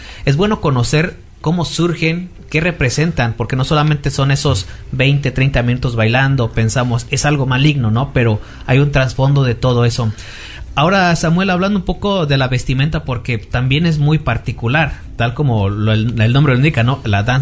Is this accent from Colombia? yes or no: no; Guanajuato, Mexico; Y es raro porque somos del estado de Guanajuato